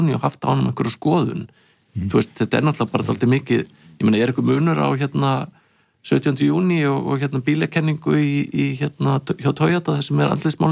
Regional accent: Hafnarfjörður, Capital Region, Iceland; Ég meni, ég er úr Hafnarfirði og ég manna að spennan í kringu 17. júni var að fara á kvöldskemmtunum

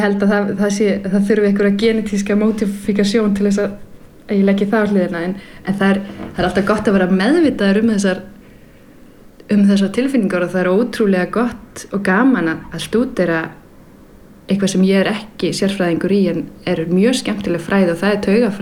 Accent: Denmark; now in Iceland; nú er ég alinn upp í Danmörku og það er mjög sjaldan að þú verður fyrir reiði í opinberu rými

